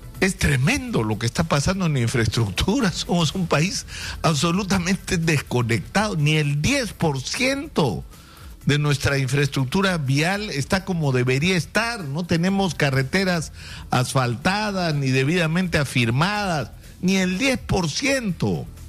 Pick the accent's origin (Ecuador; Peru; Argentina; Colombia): Peru